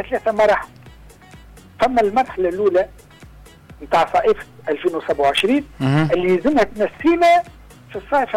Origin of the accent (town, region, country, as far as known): Tunisia